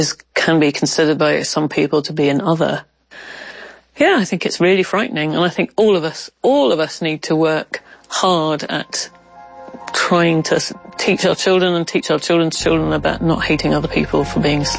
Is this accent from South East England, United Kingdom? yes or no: yes; Canterbury, South East England, United Kingdom; born there; also born or lived in Wales / Ireland; Well, I was born in Canterbury, and then I moved to Wales, and then I moved to Ireland, and yeah, it's very complicated.